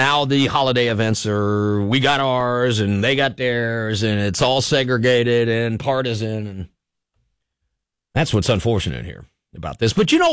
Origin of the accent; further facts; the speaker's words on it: United States; born there; I'm very proud to be an American. I feel blessed that I was born here. And fortunate that I was born here.